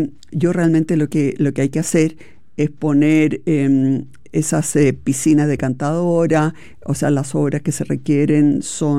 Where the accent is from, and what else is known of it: Chile